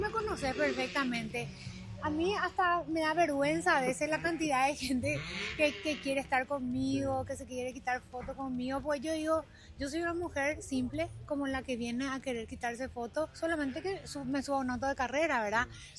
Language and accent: Spanish; Paraguay; Quiero hacer podio en mi país, realmente te digo.